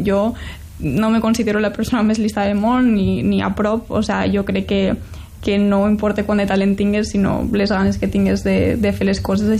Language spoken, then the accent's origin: Catalan; Benicarló, Valencian Community, Spain; moved away as an adult; jo quan vaig créixer aquí a Benicarló